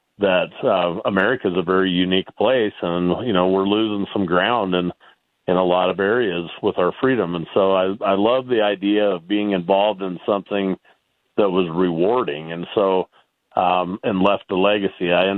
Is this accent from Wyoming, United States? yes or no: yes; Wyoming, United States; So I'm a Wyoming native. I was born and raised in Fremont County, Wyoming, and then had a kind of a varied career.